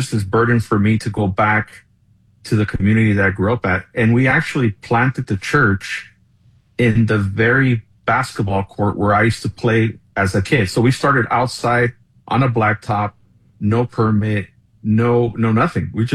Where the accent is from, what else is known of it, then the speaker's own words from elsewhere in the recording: Los Angeles, California, United States; So I was I grew up in Watts. I grew up on 108th and Central, former gang member, just grew up in that community.